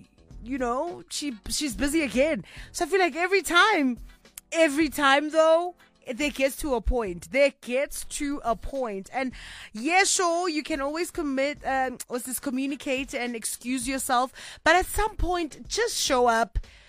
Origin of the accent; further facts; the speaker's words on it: Kimberley, Northern Cape, South Africa; moved away; she was in my hometown this past weekend of my hometown of Kimberley.